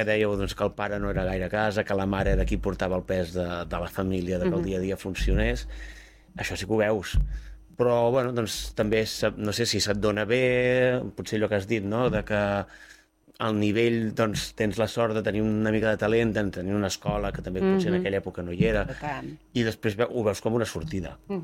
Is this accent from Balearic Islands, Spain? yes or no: no; Manresa, Catalonia, Spain; jo soc de Manresa.